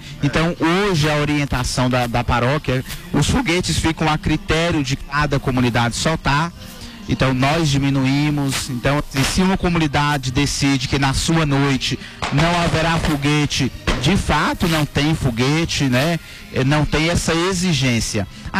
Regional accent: Brazil; now in Caetité, Brazil; Para nós que somos brasileiros

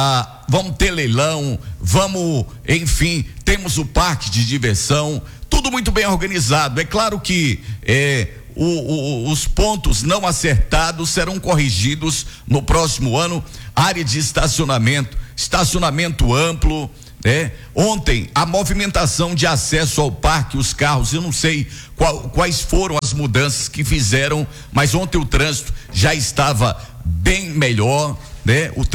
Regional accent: Guanambi, Bahia, Brazil; nós somos de Guarabi, moramos em Guarabi

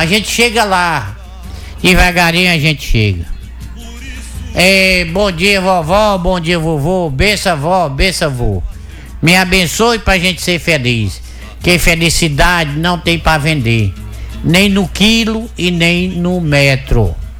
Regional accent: Tanquinho, Ceará, Brazil; moved away; nasci no Tanquinho, no Ceará.

